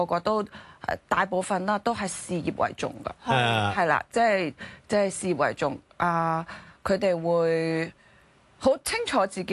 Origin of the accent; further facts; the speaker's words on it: Jingzhou, Hubei, China; now in Hong Kong; 我家鄉嘅人最中意打麻雀噶啦